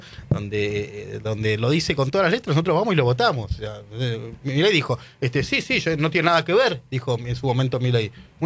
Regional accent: Argentina; Por eso yo digo, es raro. Somos raros, argentinos.

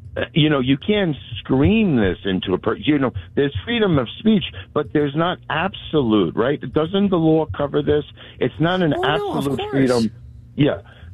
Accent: Long Island, New York, United States; I did want to answer the first caller from Jericho. I'm from Long Island.

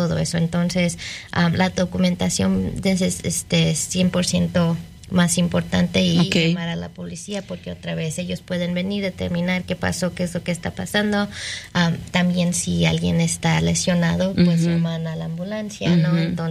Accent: Mexico City, Mexico; born there; yo nací, uh-huh, en la Ciudad de México.

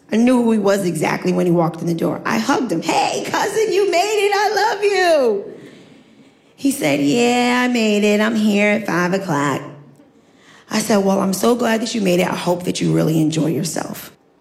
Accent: Staten Island, New York, United States; I said, I'm from Staten Island, but I'm an 8th generation direct descendant from Sandy Ground.

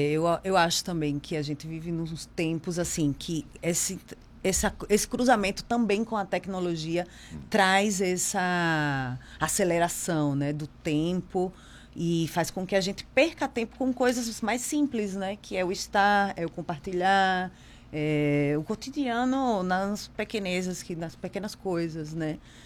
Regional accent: Alagoas, Brazil; Eu sou alagoana.

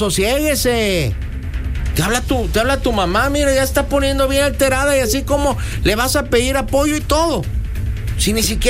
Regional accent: León, Guanajuato, Mexico; Porque pues yo soy de los de León, pero pues soy güerillo y ojo claro

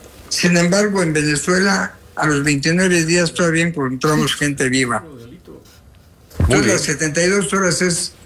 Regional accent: Mexico

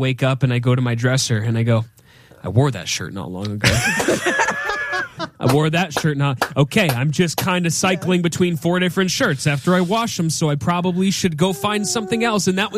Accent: California, United States; Yeah, because I was from California.

